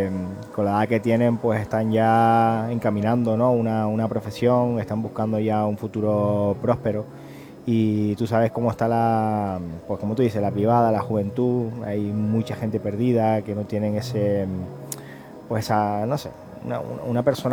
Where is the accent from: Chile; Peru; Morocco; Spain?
Spain; Canary Islands; yo me siento más canario que el gofio. Uh-huh. Y tiro mucho por mi tierra, tiro mucho por mi gente.